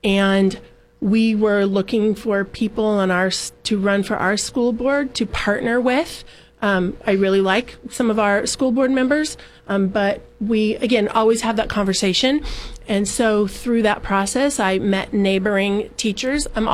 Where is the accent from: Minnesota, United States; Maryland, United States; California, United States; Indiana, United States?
California, United States; San Luis Obispo; I grew up here in San Luis Obispo. I graduated from San Luis High School.